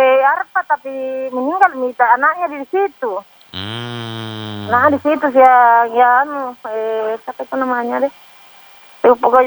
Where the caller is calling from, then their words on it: West Sulawesi, Indonesia; Mandar, kak, kalau saya.